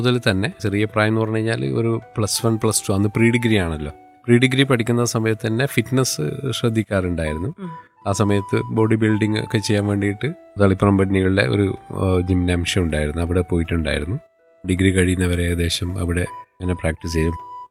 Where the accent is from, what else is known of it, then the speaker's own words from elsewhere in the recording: Taliparamba, Kerala, India; ഇപ്പം ഞാൻ താമസിക്കുന്നത് തളിപ്പുറമ്പ് എന്ന് ഒരു 4 കിലോമീറ്റർ മാറി അരിയിൽ എന്ന് പറയുന്ന ഒരു പ്രദേശത്താണ്. അവിടെയാണ് വീടെടുത്തിട്ട് അവിടെയാണ് താമസിക്കുന്നത്.